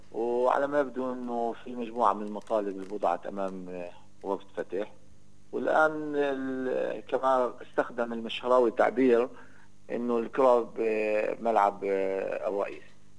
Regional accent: Palestine

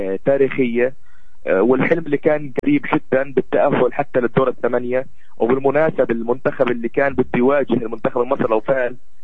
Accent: Palestine; وأنا كإعلامي رياضي فلسطيني

